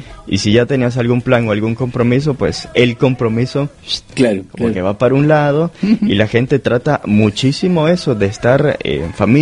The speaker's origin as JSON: {"language": "Spanish", "country": "Nicaragua", "said": "Yo que soy de Nicaragua, yo creo que me atrevería a decir, ¿verdad?"}